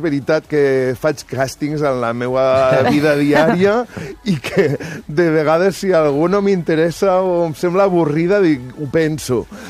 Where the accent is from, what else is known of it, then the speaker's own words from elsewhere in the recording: Móra d'Ebre, Catalonia, Spain; now in Barcelona, Spain; Sí, sóc molt de Mora, sóc molt de poble, encara que faci molts anys que vinc a Barcelona. Barcelona m'encanta, però sempre seré de Mora